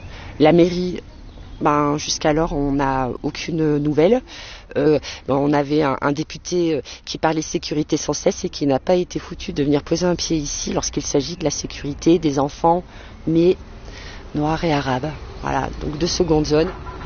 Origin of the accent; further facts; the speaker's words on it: Espaly-Saint-Marcel, Auvergne-Rhône-Alpes, France; J'ai grandi à Espalier-Saint-Marcel. J'habite maintenant le Puy.